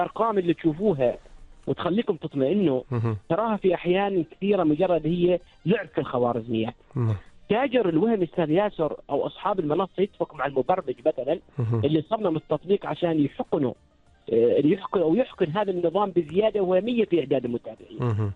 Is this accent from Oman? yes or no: yes; Oman; والأهم عندنا نحن كعمانيين